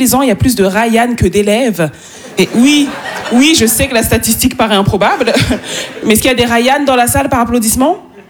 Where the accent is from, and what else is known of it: Île-de-France, France; born there